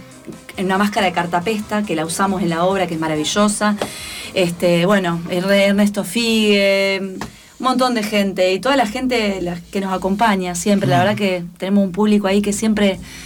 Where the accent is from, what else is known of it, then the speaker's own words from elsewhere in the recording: Montes de Oca, Santa Fe, Argentina; Está completamente rodada en Montes de Oca, en la República de Montes de Oca, que es mi pueblo, cerca de Caña de Gómez, Las Parejas, acá en el litoral.